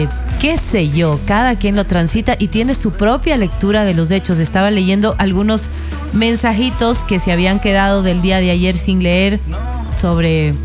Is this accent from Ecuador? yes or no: yes; Ecuador